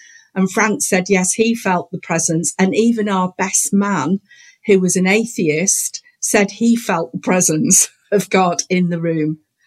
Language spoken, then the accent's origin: English; Bromley, London, United Kingdom; also born or lived in Manchester; Well, I was born in Manchester. So for the first 5 years, I was raised in Manchester, and then my dad got a job in computing, probably one of the first ever computers that was built. He worked on in London. So our family moved to Bromley in Kent